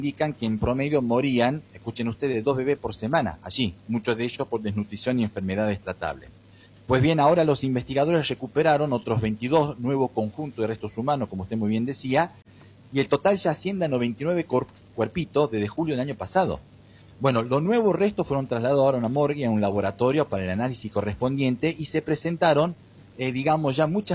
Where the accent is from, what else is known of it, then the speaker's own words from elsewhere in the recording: Argentina; nos catalogaran como argentinos matones